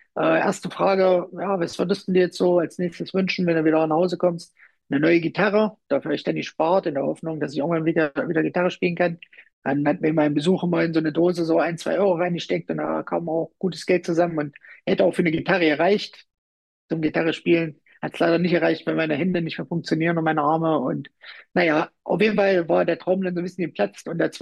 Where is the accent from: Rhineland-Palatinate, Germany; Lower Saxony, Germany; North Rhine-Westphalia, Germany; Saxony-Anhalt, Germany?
Saxony-Anhalt, Germany; Rübeland; so bin ich halt aufgewachsen hier oben bei uns im Harz, in Rübeland. Das war immer so das kleine Zeckendorf, das Galgendorf.